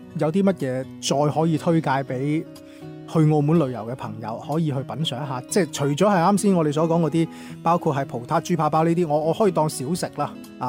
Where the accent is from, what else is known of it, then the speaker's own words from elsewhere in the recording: Guangdong, China; 例如我哋广东人啦，或者大湾区人啦，食宵夜嘅话咧，你可能会食粥